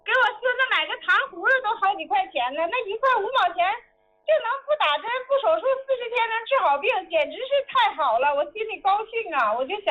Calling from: Harbin, Heilongjiang, China; 我是哈尔滨的。

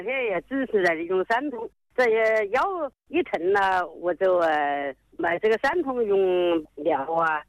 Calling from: Xiantao, Hubei, China; 我们是仙桃人。

